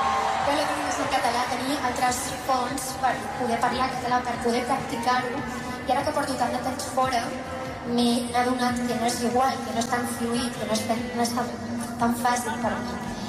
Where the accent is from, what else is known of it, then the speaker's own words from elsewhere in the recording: Catalonia, Spain; Quan he crescut aquí, a Catalunya, encara que les nostres famílies no parlin castellà, perdona, català